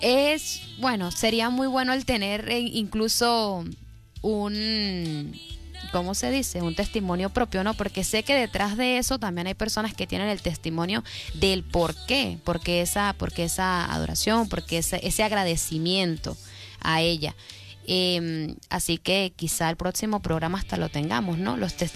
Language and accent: Spanish; El Nula, Apure, Venezuela; also born or lived in San Cristóbal; Pero desde que tengo memoria de estar acá en el Nula, porque pues mi familia mayormente ha vivido acá